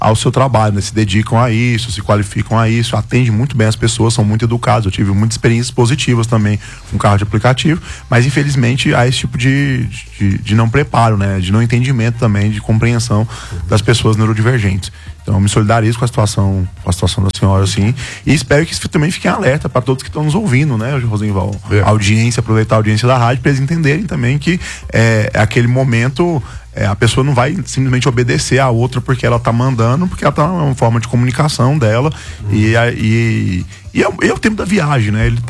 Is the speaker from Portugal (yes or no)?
no; Brazil; a gente enquanto brasileiro não consegue ficar afastado disso